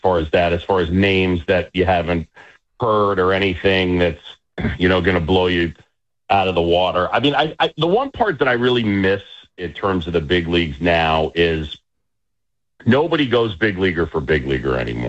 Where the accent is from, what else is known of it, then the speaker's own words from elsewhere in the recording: New York, United States; our friend Tim Sheehy, we grew up with on Roosevelt Island in New York.